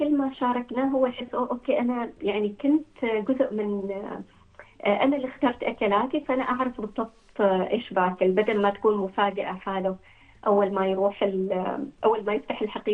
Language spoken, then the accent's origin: Arabic; Oman; احنا العمانيين